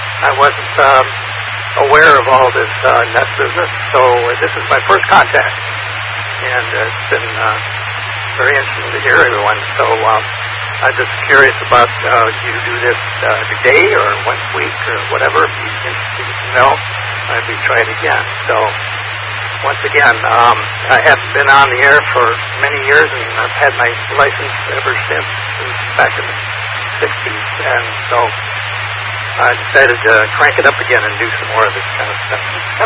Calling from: Kirkland, Washington, United States; I'm from Kirkland.

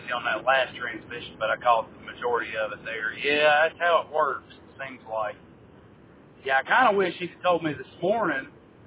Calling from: Mount Holly, United States; I'm currently mobile here in Mount Holly.

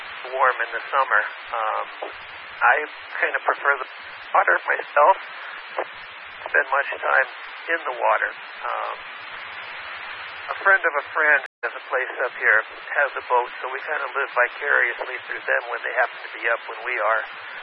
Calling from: Los Angeles, California, United States

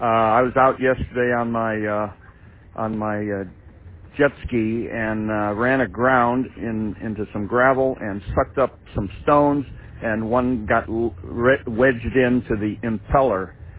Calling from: Fairbanks, Alaska, United States; It's a beautiful day here in Fairbanks. I'm sitting in front of Lowe's.

